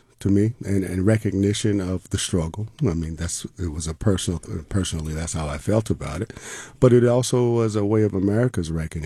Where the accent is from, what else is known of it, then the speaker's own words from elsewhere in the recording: Anchorage, Alaska, United States; Actually, I grew up in Anchorage, Alaska.